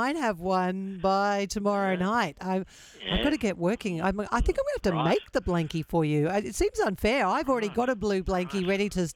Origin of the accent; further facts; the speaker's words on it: Queensland, Australia; as a Queenslander, as a proud Queenslander.